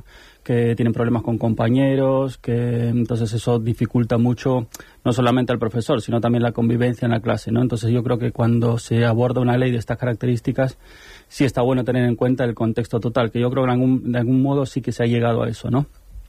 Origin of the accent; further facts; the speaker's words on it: Cantabria, Spain; accent: Cantabrian; extraño la lluvia cántabra. Yo soy cántabro, como puedes observar por mi acento.